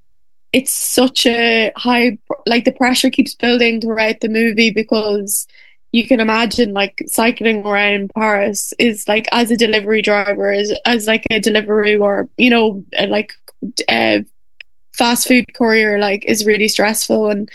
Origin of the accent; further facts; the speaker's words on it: Ireland; moved away as an adult; also born or lived in Dublin; now in France; I'm Irish